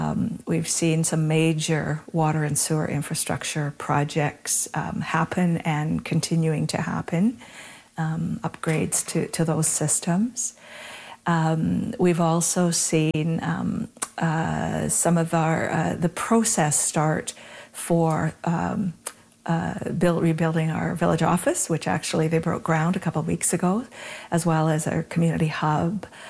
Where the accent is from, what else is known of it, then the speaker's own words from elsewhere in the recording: Lytton, British Columbia, Canada; Yeah, I grew up in Lytton, and I attended this church for a while.